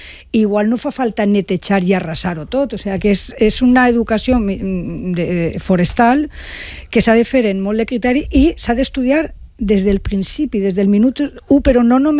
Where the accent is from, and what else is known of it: Albal, Valencian Community, Spain